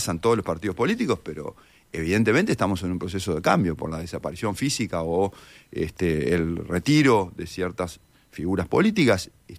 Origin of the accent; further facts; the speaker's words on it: Uruguay; como sociedad uruguaya hemos tenido